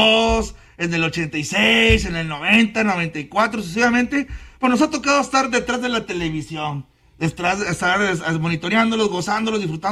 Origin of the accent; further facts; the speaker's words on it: Mexico; México lo traemos en el corazón. Soy mexicano, papá.